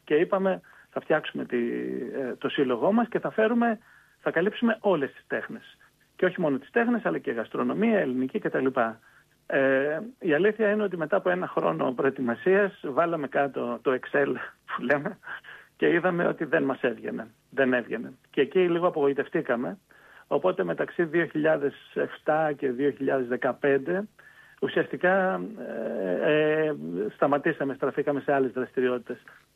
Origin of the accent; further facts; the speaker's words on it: Greece; now in Luxembourg; Εγώ έφυγα από την Ελλάδα το 1992 και από τότε είμαι στο Λουξεμβούργο